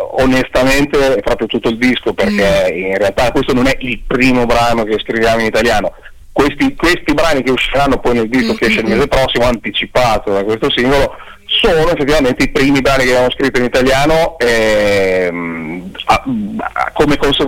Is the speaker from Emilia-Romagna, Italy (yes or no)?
yes; Bologna, Emilia-Romagna, Italy; accent: Bologna; non siete neanche inglesi, io sono di Bologna.